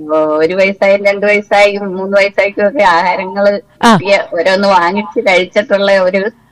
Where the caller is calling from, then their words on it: Karunagappally, Kerala, India; കരാപ്പള്ളി.